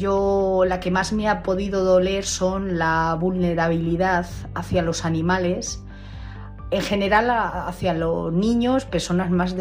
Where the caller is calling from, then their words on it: Madrid, Community of Madrid, Spain; Hola, buenas noches. … de Madrid.